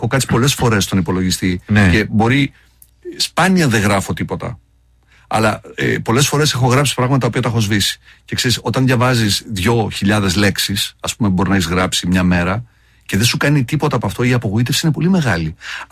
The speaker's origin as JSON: {"language": "Greek", "town": "Trikala", "region": "Thessaly", "country": "Greece", "tie": "born or raised there"}